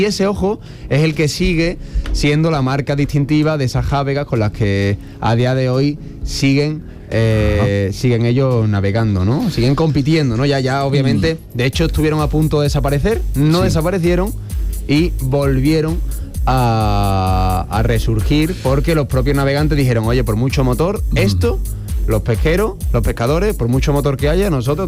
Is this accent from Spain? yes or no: yes; Seville, Andalusia, Spain; born there; yo nací en Sevilla y aquí agua tenemos poco.